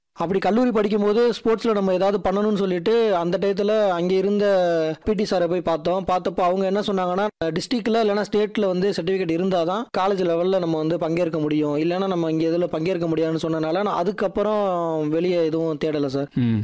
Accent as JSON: {"language": "Tamil", "area": "Ramanathapuram", "region": "Tamil Nadu", "country": "India", "tie": "born or raised there", "moved": "as an adult", "lives_now": "Madurai, India", "said": "சொந்த ஊர் வந்து ராமநாதபுரம். நான் இங்கே ராமநாதபுரத்தில் ஒரு சின்ன கிராமத்துல இருந்துதான் இங்கே வந்திருக்கேன். ராமநாதபுரத்தில் என்னோட கிராமத்தோட பேர் வந்து பெருங்கருணை. அந்த ஊர்ல இருந்து என்னோட படிப்புக்காக தான் மதுரைக்கு வந்தேன்."}